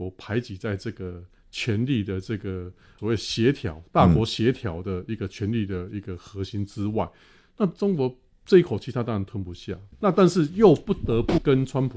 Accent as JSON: {"language": "Chinese", "country": "Taiwan", "said": "这个都是在跟世界传达一个政治讯号"}